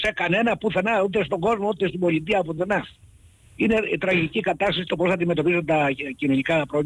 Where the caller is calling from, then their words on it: Greece; μια και είμαι από τον Αελιό